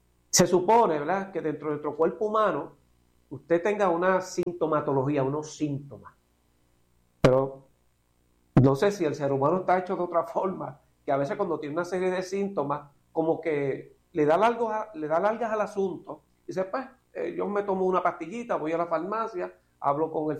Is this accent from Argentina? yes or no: no; Puerto Rico; como boricua al fin